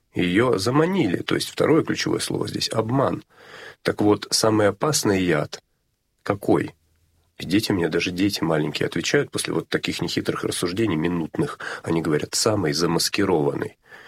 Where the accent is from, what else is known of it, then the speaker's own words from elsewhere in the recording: Rostov-on-Don, Rostov Oblast, Russia; я вообще из Ростова-на-Дону, а жили мы в области